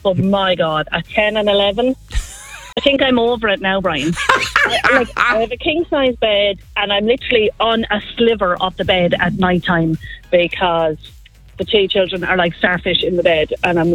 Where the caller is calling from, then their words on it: Carlow, Leinster, Ireland; We are in Carlo.